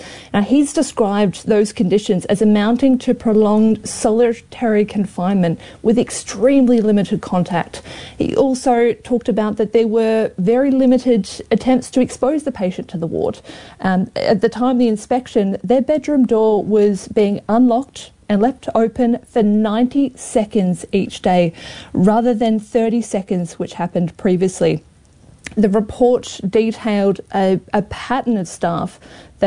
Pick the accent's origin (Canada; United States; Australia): Australia; now in Dunedin, New Zealand; We have, but remember, I am Australian, so my styles have been very linked to that past, I'm afraid.